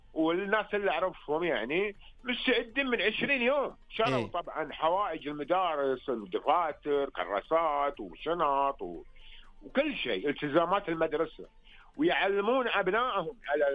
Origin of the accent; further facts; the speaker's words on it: Al-Ahsa, Eastern Province, Saudi Arabia; انا من الحاسه